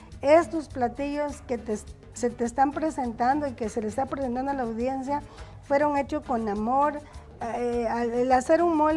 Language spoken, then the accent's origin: Spanish; Oaxaca, Mexico; venir a Oaxaca y no probar una tlayuda, no, ¿verdad? Y venir a mi tierra linda menos.